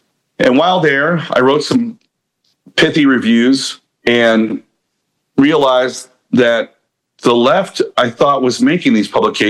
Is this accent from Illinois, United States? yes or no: yes; Chicago, Illinois, United States; also born or lived in Downers Grove, Illinois; I grew up in Evergreen Park in Beverly when I was a kid here in Chicago, and moved to Downers Grove.